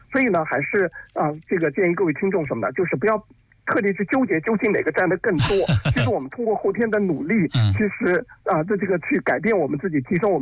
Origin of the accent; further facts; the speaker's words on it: China; 我们中国人讲的这个家有一老如有一宝